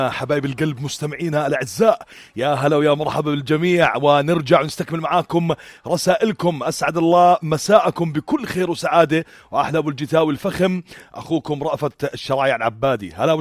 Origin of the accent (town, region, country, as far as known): Jordan